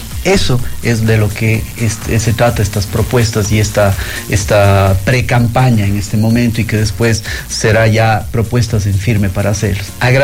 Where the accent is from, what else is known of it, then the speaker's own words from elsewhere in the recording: Cuenca, Azuay, Ecuador; como buen cuencano, siempre regreso a la tierra